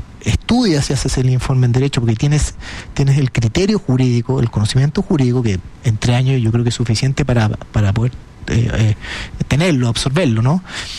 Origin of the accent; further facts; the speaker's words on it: Viña del Mar, Valparaíso, Chile; trato de contratar, sí, siempre gente de Viña del Mar, porque tengo un cariño con mi ciudad natal